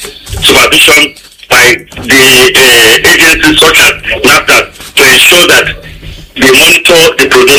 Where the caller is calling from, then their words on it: Bauchi, Nigeria; I'm calling you from Yakubu Wanka Street, Bauchi.